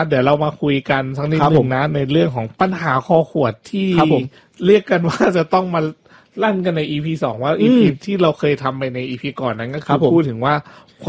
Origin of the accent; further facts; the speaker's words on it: Bangkok, Thailand; born there; also born or lived in Pathum Thani; ผมก็เป็นเด็กกรุงเทพมาตั้งแต่กำเนิดนะ